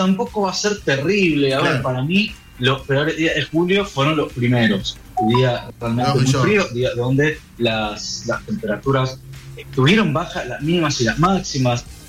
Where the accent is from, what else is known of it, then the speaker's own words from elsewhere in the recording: Argentina; nosotros como argentinos